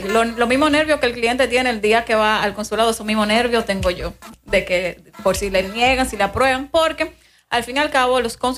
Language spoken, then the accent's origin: Spanish; Moca, Espaillat, Dominican Republic; yo soy de Estancia Nueva, Moca, y de toda la vida, o sea, me crié y nací ahí